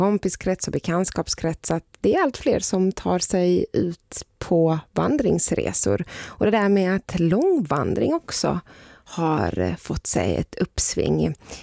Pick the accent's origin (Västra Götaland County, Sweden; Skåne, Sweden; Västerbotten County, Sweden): Skåne, Sweden; Malmö; Jag är ju från Skåne, från Malmö. Det är inte så jättemycket vandring för oss. Jag har liksom inte riktigt växt upp med det där.